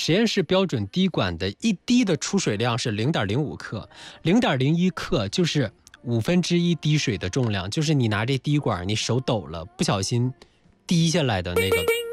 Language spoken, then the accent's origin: Chinese; Dandong, Liaoning, China; 我是丹东人哈，